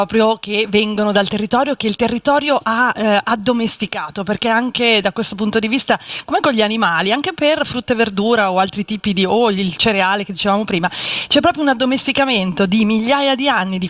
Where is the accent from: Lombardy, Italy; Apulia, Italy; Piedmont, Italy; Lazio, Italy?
Lombardy, Italy; Milan; visto che io comunque vengo da una città perché sono di Milano